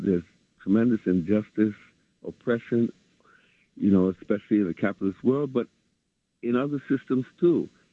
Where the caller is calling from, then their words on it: New York City, New York, United States; I'm calling from up west side.